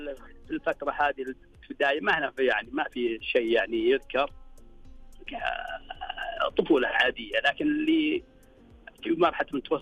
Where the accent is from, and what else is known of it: Al-Kharj, Riyadh Province, Saudi Arabia; born or raised there